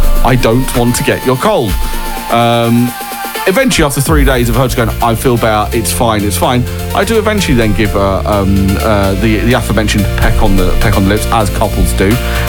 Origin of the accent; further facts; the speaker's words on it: United Kingdom; we are British